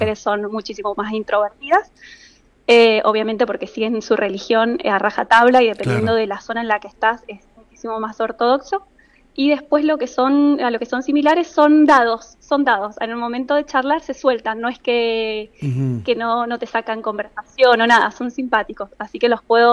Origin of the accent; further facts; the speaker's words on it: Argentina; moved away as an adult; now in Egypt; les digo que soy argentina